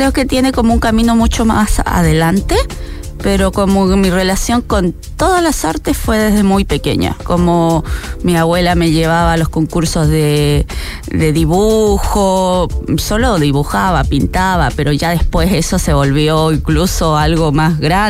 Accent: Antofagasta, Chile; now in Canada; aquí de vuelta en Antofa, en la hermosa Perla, visitando a mi familia, reconectando con mis amigos, disfrutando la playita, aunque todavía no es verano, el solcito se siente bien, así que muy contenta de estar de vuelta en mi ciudad natal.

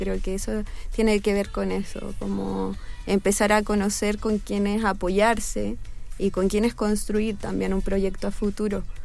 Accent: Calama, Antofagasta, Chile; moved away as an adult; also born or lived in Santiago; La vida afortunadamente nos juntó de nuevo en nuestra ciudad de origen.

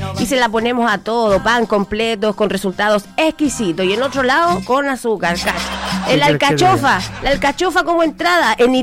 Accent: Chile; Si hay algo que nos define como chilenos, más allá de la cordillera y nuestro castellano con el vuelvo propio

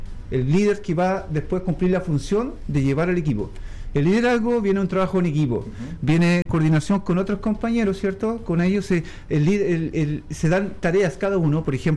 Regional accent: Chosuenco, Los Ríos, Chile; Yo vengo de la parte de Chosuenco, no sé si he ubicado, sí, pero claro.

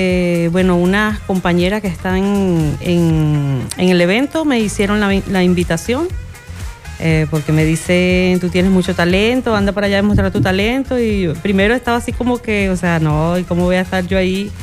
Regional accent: Venezuela; moved away; soy venezolana y allá en Venezuela desde pequeña siempre estuve en orquestas, en grupos musicales así.

